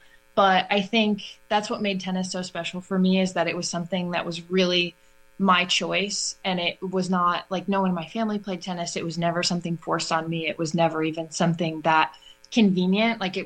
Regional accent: Whitewater, Wisconsin, United States; my hometown of Whitewater, Wisconsin

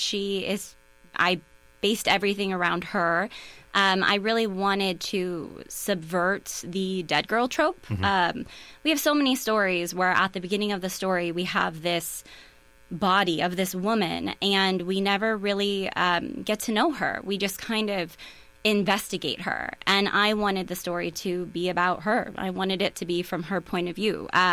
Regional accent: Nisita, Wisconsin, United States; It's definitely based on my hometown, or I would say loosely based on my hometown, which is Nisita, Wisconsin, where I grew up, which has quite a bit of its own lore.

